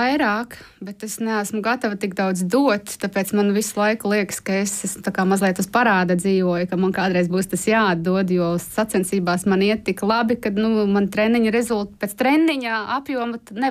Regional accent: Jelgava, Zemgale, Latvia; born there; also born or lived in Viļaka; Es esmu dzimusi Jelgavā un diezgan daudz esmu kleņojusi pa Latviju

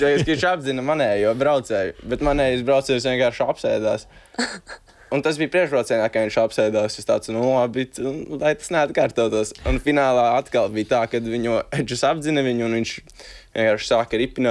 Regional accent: Ādaži, Ādaži Municipality, Latvia; es no Ādažiem vienkārši.

